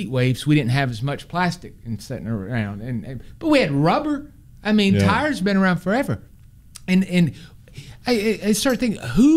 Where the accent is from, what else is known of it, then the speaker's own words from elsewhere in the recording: Phoenix, Arizona, United States; Matt, I am from Phoenix, Arizona, and while most people would take offense at what you just said, you're absolutely right.